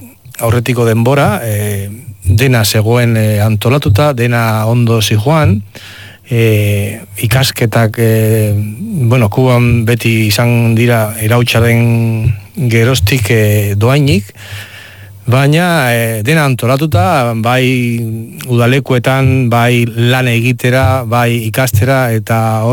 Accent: Santa Clara, Villa Clara, Cuba; moved away; Santa Claran jaio nintzen 1979an, urtearen erdian, bero handienean zegoenean

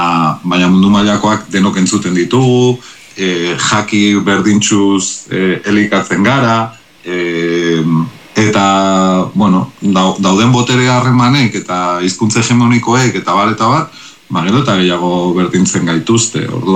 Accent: Vitoria-Gasteiz, Basque Country, Spain; ni Gasteizkoa naiz

